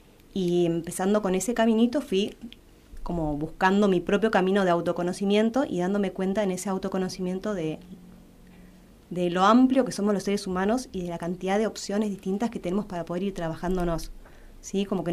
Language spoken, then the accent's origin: Spanish; Buenos Aires, Argentina; now in Gobernador Virasoro, Argentina; ¿sí? Soy psicóloga, estudié psicología, soy de Buenos Aires.